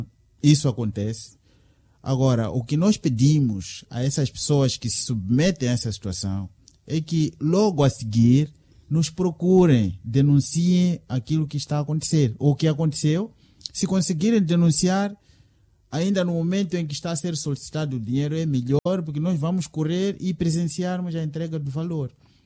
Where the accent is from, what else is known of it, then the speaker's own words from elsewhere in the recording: Mozambique; O que nós temos que fazer é nos unirmos como moçambicanos